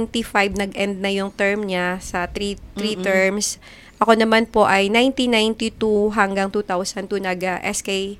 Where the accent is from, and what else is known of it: Alabat, Calabarzon, Philippines; born or raised there